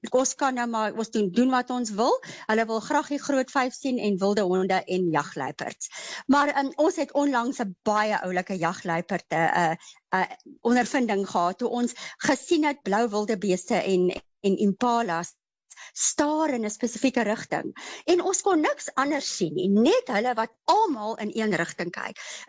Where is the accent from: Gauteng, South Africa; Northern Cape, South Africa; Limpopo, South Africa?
Limpopo, South Africa; Tzaneen; moved away as an adult; also born or lived in United States; ek het groot geword in Tzaneen, so ek was baie in Letaba kamp